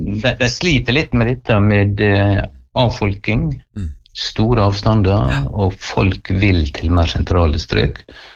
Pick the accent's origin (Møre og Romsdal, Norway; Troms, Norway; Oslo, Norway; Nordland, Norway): Møre og Romsdal, Norway; moved away; det klart at jeg er jo sunnmøring og kommer til å forbli sunnmøring.